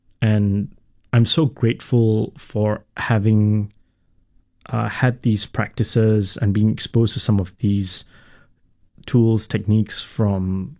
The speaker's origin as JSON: {"language": "English", "country": "Singapore", "tie": "born or raised there", "said": "I grew up in Singapore"}